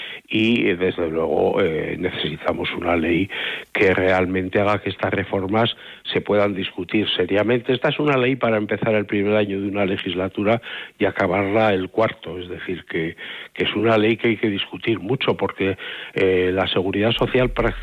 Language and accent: Spanish; Burgos, Castile and León, Spain; Yo soy de Burgos, recuerdo aquello que contaban del Cid